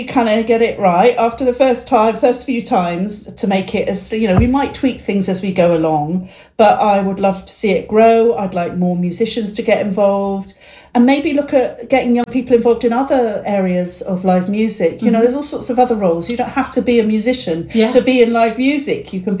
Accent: Twickenham, London, United Kingdom; also born or lived in Teddington / Peckham; I'm from here. I was born in Teddington, raised in Twickenham. But I've spent a bit of time away, ended up in Peckham, which I love.

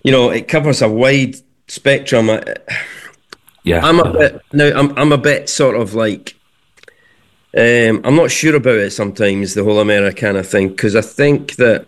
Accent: Edinburgh, Scotland, United Kingdom; I grew up in Leith

